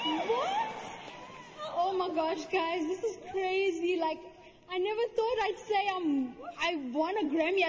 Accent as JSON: {"language": "English", "country": "South Africa", "said": "I'm from South Africa."}